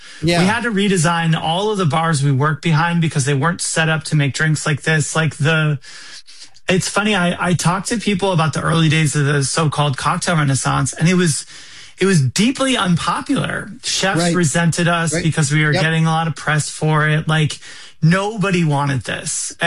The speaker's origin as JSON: {"language": "English", "area": "the Midwest", "region": "Wisconsin", "country": "United States", "tie": "born or raised there", "moved": "yes", "said": "So having become an adult in Wisconsin, it's funny. And growing up in the Midwest, I've realized I'm long gone."}